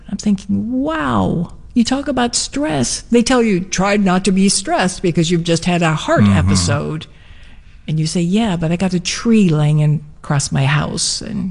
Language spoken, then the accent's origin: English; Tennessee, United States; born there; this was in a small town in Tennessee where they just literally pulled out all the stops on Labor Day, big old parades and bands and cookouts